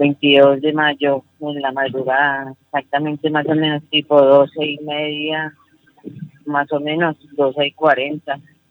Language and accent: Spanish; Bogotá, Colombia